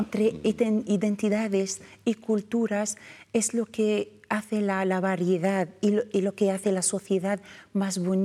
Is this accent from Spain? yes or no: yes; Spain; musulmán, soy español, soy árabe, soy amazigh.